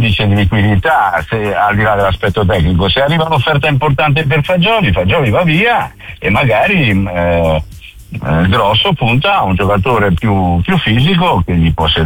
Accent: La Spezia, Liguria, Italy; Noi praticamente siamo in Liguria, siamo attaccati alla Toscana, non abbiamo né un dialetto ligure né un dialetto toscano

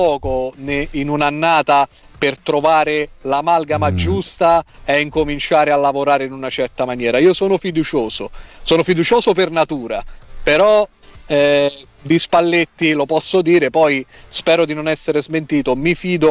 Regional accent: Minturno, Lazio, Italy; Tu sai, io sono di Minturno, e a Minturno un periodo ha giocato proprio da ragazzo Dino Fava Passaro.

